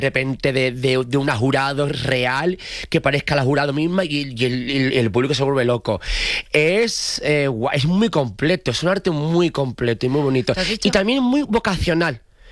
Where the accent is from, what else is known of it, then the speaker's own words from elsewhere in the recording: Andalusia, Spain; En mi tierra, he estado en Jerez, de pregón, en Cádiz, en San Fernando.